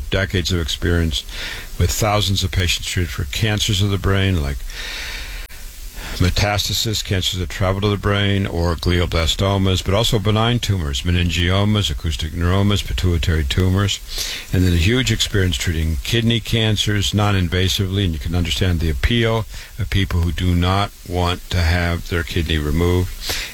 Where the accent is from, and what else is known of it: Waterloo, Iowa, United States; born or raised there